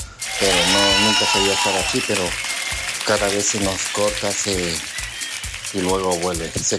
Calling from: Torrejón de Ardoz, Community of Madrid, Spain; de Torrejón de Arroz.

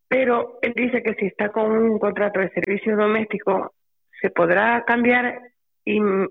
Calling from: Community of Madrid, Spain; de Monte Carmelo.

